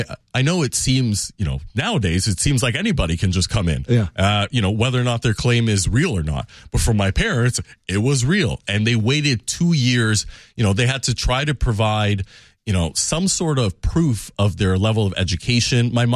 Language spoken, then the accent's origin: English; Canada; there is really no reason I should have been lucky enough to be born and raised in Canada, right?